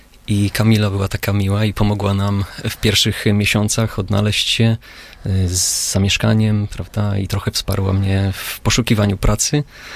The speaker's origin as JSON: {"language": "Polish", "town": "Łódź", "region": "Łódź Voivodeship", "country": "Poland", "moved": "as an adult", "said": "Tak, pochodzę z Łodzi."}